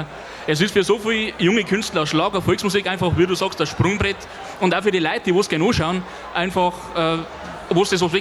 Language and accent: German; Bavaria, Germany; now in Eggenfelden, Germany; Ich bin tatsächlich aus Bonnbruck und bin vor 5 Jahren umgezogen auf Eckenfallen. Wegen der Wohnung halt, war was ein bisschen billiger. Gell? Aber eigentlich bin ich Bonnbruck